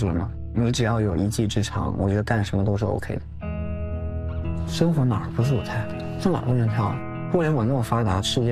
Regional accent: Hefei, Anhui, China; 黄梅戏来到合肥之后，我觉得哇，它应该成为我们家乡的一个代表

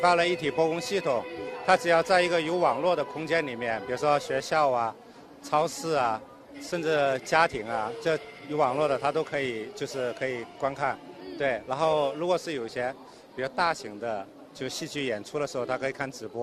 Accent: China; 就我作为中国人

